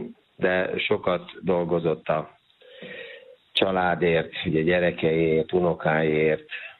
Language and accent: Hungarian; Pécs, Baranya, Hungary; Tehát mielőtt még az Uránváros épült, ugye még mikor én gyerek voltam, akkor még az Uránváros az sehol nem volt. Csak ilyen reptér, meg üres földek.